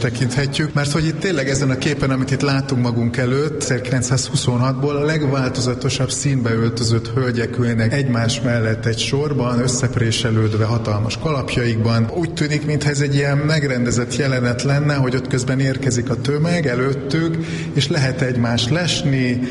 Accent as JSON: {"language": "Hungarian", "region": "Budapest", "country": "Hungary", "tie": "born or raised there", "said": "én nem ebben a házban születtem, hanem az akkor még nem létező, később mellé épült házba, ami a Kárpát utcában van, a 13. kerületben"}